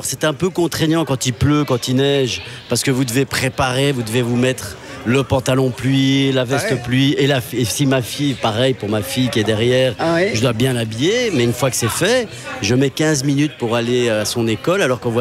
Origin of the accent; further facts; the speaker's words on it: Ixelles, Brussels, Belgium; Je suis né à Ixelles et j'ai pratiquement toujours vécu à Ixelles et j'y vis encore, ouais.